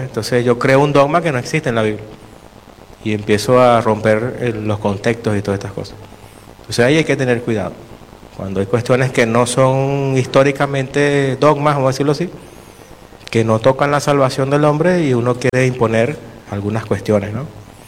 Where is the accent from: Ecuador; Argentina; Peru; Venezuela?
Venezuela; moved away; de donde yo vengo